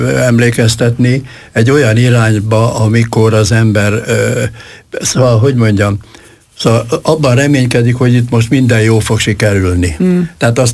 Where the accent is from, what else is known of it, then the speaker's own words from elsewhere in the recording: Zala, Hungary; Igen, faluhelyen nevelkedtem, mert bennünket kiraktak annak idején az illetékesek. Hortobágyon már nem volt hely, úgyhogy Göcsejbe, egy kis zsákfaluba, erdő szélére, és ott a parasztemberek világában kerültem én nagyon közel az Istenhez